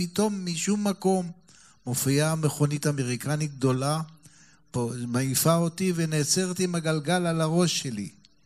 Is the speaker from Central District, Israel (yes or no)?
no; Haifa, Haifa District, Israel; אני נולדתי בפלסטינה, עוד לפני מדינת ישראל, בתחילת המרי נגד הבריטים, מלחמת העולם העיצומה, ושנות החיפה, חיפה של שנות 40